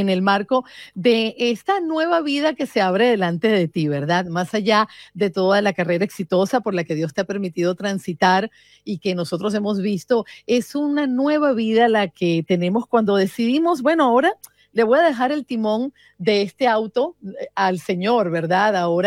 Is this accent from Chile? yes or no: no; Venezuela; como venezolana me siento muy orgullosa